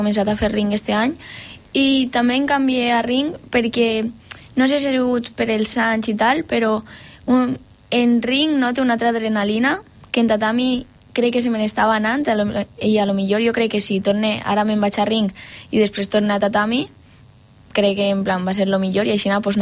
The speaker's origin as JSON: {"language": "Catalan", "town": "Benifaió", "region": "Valencian Community", "country": "Spain", "said": "jo soc de Benifaió i tinc 40 minuts de viatge."}